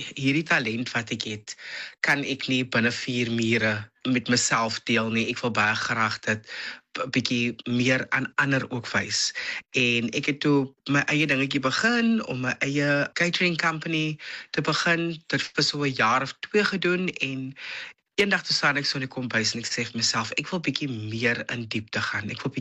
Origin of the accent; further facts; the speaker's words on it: Bellville, Western Cape, South Africa; also born or lived in Malmesbury; now in Stellenbosch, South Africa; 36 jaar oud. En ek het my hele lewe lank het ek groot geword in die Belville area, daar skool gegaan by tegniese skool en toe het ons verhuis na Mamasbury